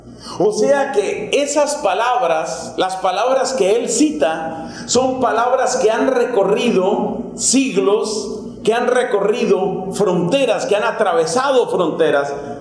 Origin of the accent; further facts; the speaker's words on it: Colombia; Este año se ha exaltado muchísimo en mi país la figura de Gabriel García Márquez.